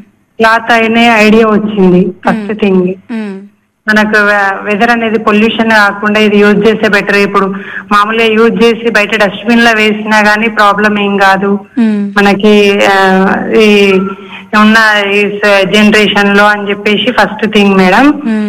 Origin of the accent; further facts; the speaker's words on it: Sircilla, Telangana, India; మాది ఇక్కడ వచ్చేసి వర్కింగ్ కొనరావుపేట మండల్. మా ఊరు వచ్చేసి సిరిసిల్ల అండి.